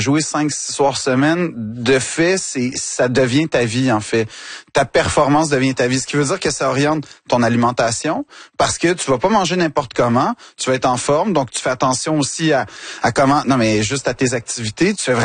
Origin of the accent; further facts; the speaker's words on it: Quebec, Canada; je dis que je suis Québécois jusqu'au bout des doigts